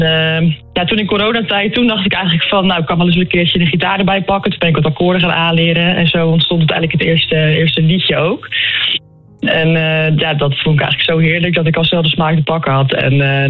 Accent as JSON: {"language": "Dutch", "region": "Utrecht", "country": "Netherlands", "said": "Ik ben een student uit Utrecht."}